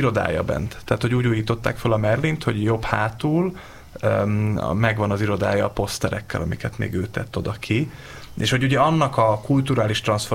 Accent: Szeged, Csongrád-Csanád, Hungary; De én meg szegedi vagyok, és nem jártam oda a 2010-es évekbe bulizni.

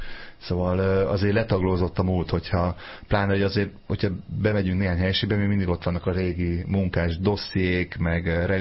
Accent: Szombathely, Vas, Hungary; Én eredetileg szombathelyi vagyok

